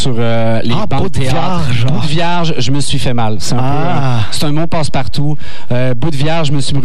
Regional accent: Quebec, Canada; now in Montreal, Canada; Nous, on est à Montréal, mais on vient du nord du Québec. Donc, il fait un petit peu plus froid.

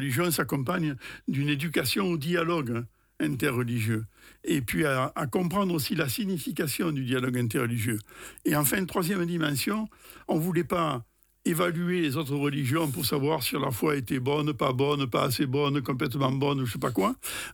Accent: Le Vigan, Occitanie, France; je suis Cévenol. Parce que ça, c'est quelque chose à quoi je tiens beaucoup. Donc, je suis originaire de la région du Vigan. Là est ma famille, tant paternelle que maternelle. Et je suis, alors, j'ai un bon Cévenol, je suis un peu mélangé, c'est-à-dire je suis catholique

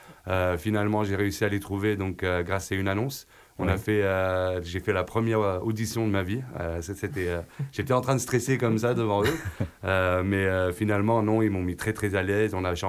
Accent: England, United Kingdom; Je suis anglais d'origine.

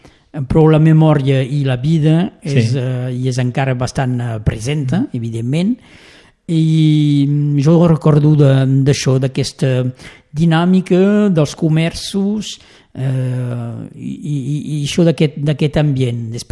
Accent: Ria-Sirach, Occitania, France; first language French; Catalan is a second language; also born or lived in Prades; sóc molt lligat a Rià, tens raó de posar l'èmfasi sobre això, sóc molt lligat a Rià. Vaig a l'escola maternal i al primari a Rià.

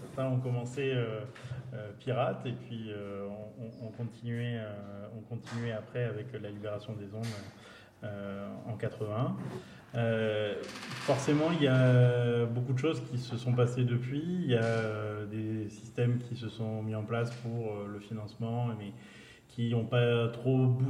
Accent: Occitanie, France; mais comme chez moi, en Lozère

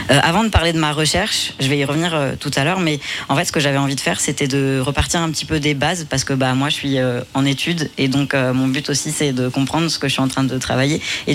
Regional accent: Nantes, Pays de la Loire, France; je suis une personne blanche aussi, citadine. Moi j'habite à Nantes à la base, donc et puis j'ai toujours habité à Nantes

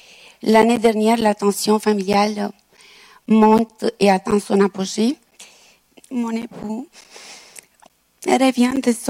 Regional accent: Transylvania, Romania; je suis originaire de Transylvanie

